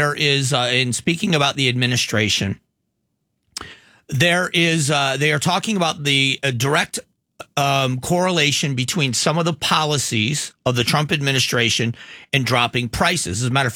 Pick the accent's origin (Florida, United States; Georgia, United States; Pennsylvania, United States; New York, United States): Florida, United States; I grew up in Florida.